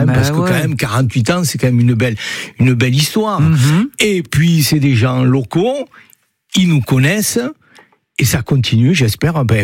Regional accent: Naples, Campania, Italy; On vient de Naples, d'Italie, mais du sud de l'Italie.

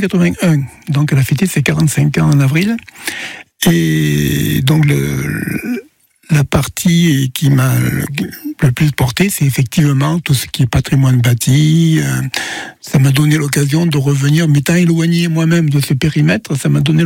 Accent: Occitanie, France; moved away; je suis originaire du Gard

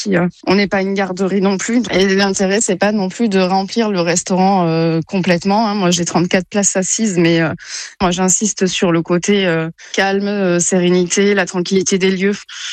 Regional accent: Provence-Alpes-Côte d'Azur, France; puisque nous venons du Var, on a quitté justement tout pour le projet et on a étudié tous les bars à chat qui existaient.

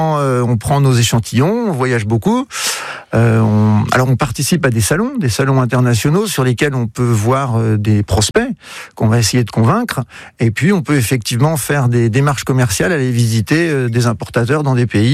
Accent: Bourgogne-Franche-Comté, France; born there; moved away as an adult; also born or lived in Loire Valley / Beaune / Dijon; now in Champagne, France; Je suis champenois d'adoption. Je suis né en Bourgogne. J'ai fait mes études en Bourgogne, à Beaune et à Dijon, dans le vin.

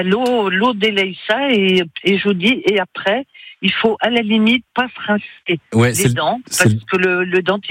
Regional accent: Nouvelle-Aquitaine, France; now in Angers, France; je suis d'Angers, originaire quand même des Deux-Sèvres.

